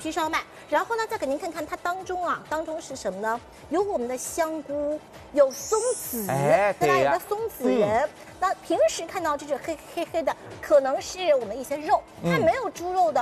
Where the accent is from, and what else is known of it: Shanghai, China